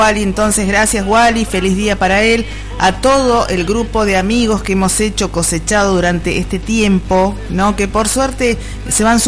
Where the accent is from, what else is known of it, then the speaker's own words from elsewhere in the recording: Argentina; somos argentinos